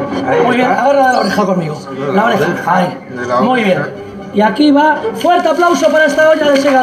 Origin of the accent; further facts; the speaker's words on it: Navalcarnero, Community of Madrid, Spain; Bienvenido la gente de Telemadrid a mi pueblo.